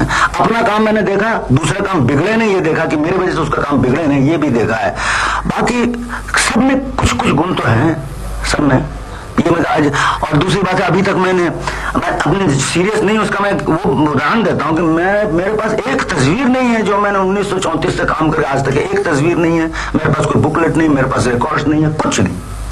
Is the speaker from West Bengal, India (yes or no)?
yes; West Bengal, India; Hindi is a second language; जब मैं बंगाली हूँ अभी काकी का गड़बड़ कभी भी होता है।